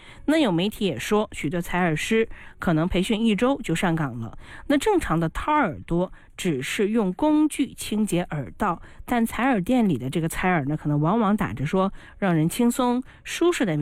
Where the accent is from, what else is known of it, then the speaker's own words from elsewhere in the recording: China; 我们中国人